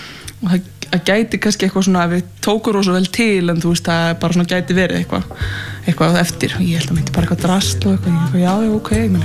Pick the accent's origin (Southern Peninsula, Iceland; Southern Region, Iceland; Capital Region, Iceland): Capital Region, Iceland; Reykjavík; ég sem stólst upp í Þingholtunum og horfði á Hallgrímskirkju út eldhúsgluggan